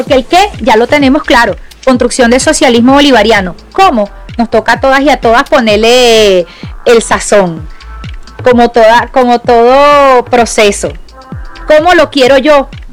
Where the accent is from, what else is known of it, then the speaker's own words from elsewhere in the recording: Venezuela; el rol que tenemos hoy como venezolanos y venezolanas